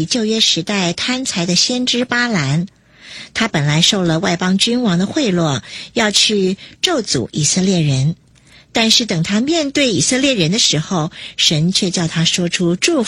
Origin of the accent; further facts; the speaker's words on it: China; 这有点像我们中国人说的满招损谦受益嘛。